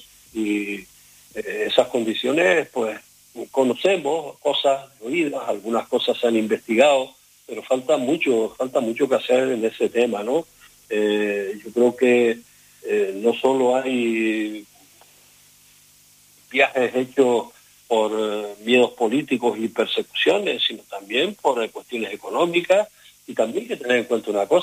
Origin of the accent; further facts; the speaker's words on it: Canary Islands, Spain; esa época en mi pueblo, por ejemplo, sin Baleo y en muchos otros de Canarias, sabemos de montones de gente familiares que estuvieron en Cuba